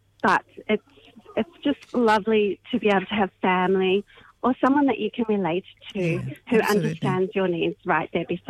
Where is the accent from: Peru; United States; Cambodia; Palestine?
Cambodia; I come from Cambodia and we wouldn't even thank carers.